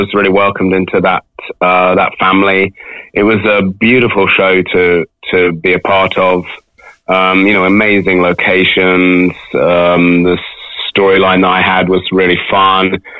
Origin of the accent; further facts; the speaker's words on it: Sheffield, Yorkshire and the Humber, United Kingdom; born there; I'm talking to you at the moment from Leeds, which is not so far away from where I was born in Sheffield. It's always nice to be in Yorkshire.